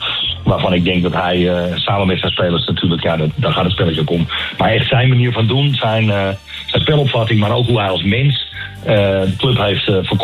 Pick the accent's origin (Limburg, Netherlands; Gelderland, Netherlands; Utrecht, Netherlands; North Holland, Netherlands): North Holland, Netherlands; Haarlem; En ik kom zelf uit Haarlem